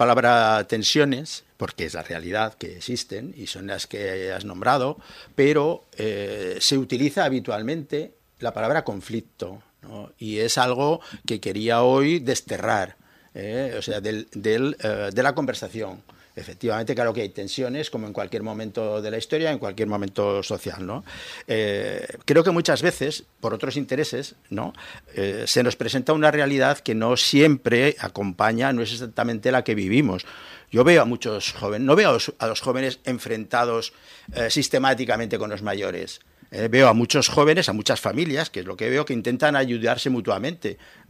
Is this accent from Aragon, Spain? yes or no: yes; Zaragoza, Aragon, Spain; born there